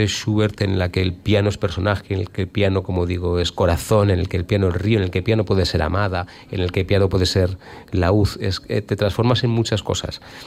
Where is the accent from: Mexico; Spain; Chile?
Spain; Basque Country; Soy vasco, vengo del mundo coral, he cantado mucho en coros